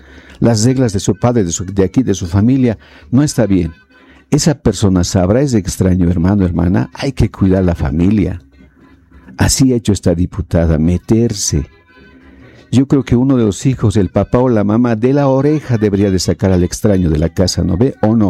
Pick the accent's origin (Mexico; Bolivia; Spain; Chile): Bolivia; Somos de aquí, hermanos. Somos bolivianos, unos somos paseños. Somos cruceños, somos pandinos, orureños.